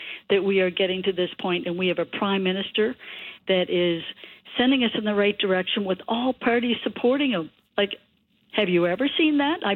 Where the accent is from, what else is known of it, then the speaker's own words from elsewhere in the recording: Canada; To be threatened as a Canadian, to be part of a 51st state?